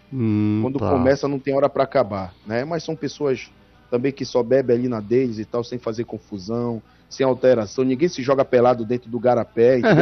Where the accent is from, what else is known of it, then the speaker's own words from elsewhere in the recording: Brazil; A gente, como brasileiro, claro, a gente está torcendo